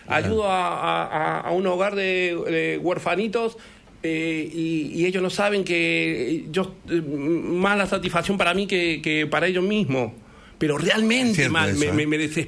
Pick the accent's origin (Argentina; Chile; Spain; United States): Argentina; somos argentinos y somos recontra orgullosos.